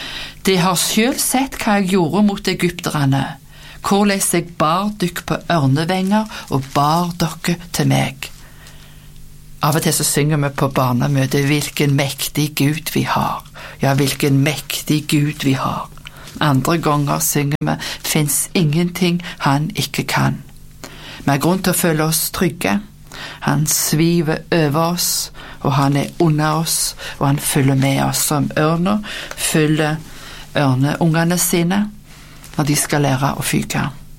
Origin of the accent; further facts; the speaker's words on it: Rennesøy, Rogaland, Norway; moved away; hjemme på Rennesøy i Rogaland, der jeg kom ifra.